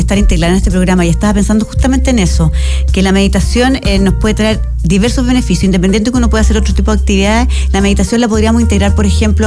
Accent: Chile; nuestra juventud en Chile

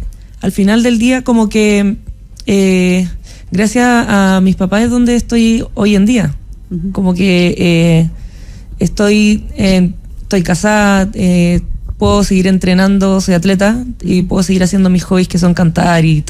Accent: Santiago, Santiago Metropolitan Region, Chile; also born or lived in Valdivia; Nací en Valdivia, me fueron a buscar para allá directo y llegué directo a esta familia gigante. Pasamos por Talca a ver a mi tío y después seguimos directo a Santiago

